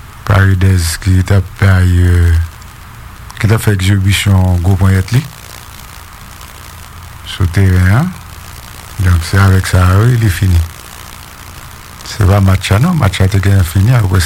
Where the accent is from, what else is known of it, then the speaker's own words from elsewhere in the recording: Haiti; Même si je suis dans un pays étranger, pourri que je suis haïtien.